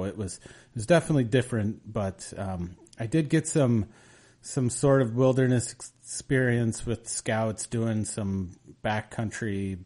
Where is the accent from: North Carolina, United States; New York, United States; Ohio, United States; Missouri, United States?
Missouri, United States; St. Louis; I grew up in Missouri. And I lived in St. Louis